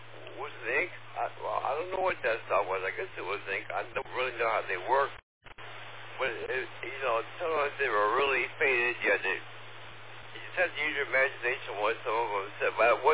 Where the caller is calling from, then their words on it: Pflugerville, Texas, United States; Pflugerville, Texas.